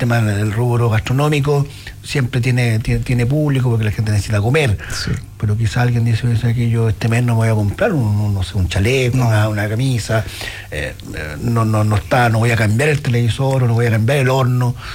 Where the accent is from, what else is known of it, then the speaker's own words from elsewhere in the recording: Temuco, Araucanía, Chile; now in Coyhaique, Chile; Yo soy de Temuco